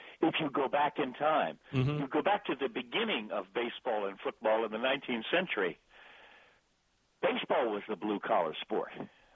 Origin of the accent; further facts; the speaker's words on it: Baltimore, Maryland, United States; I grew up in Baltimore.